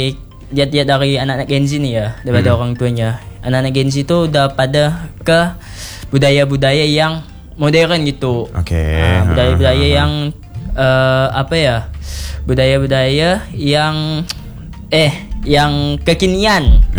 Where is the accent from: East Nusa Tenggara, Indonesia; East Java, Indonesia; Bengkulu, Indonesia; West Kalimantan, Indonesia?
West Kalimantan, Indonesia; Pontianak; saya ini kan orang Tanrai Satu. Nah, orang Tanrai Satu kan itu kental sekali dengan budaya Melayu Pontianaknya.